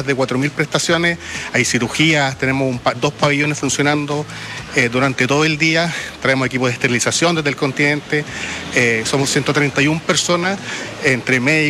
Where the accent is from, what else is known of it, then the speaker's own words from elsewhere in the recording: Temuco, Araucanía, Chile; yo soy del sur de Chile, de Temuco lo comentamos